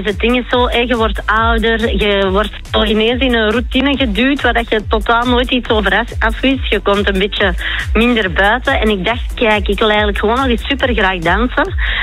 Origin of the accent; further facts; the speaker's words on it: Merksem, Antwerp, Belgium; born there; Ik ben geboren in Merksem en vanaf dat ik de vrijheid had, dat school gedaan was, pakte ik de tram 3 naar de stad.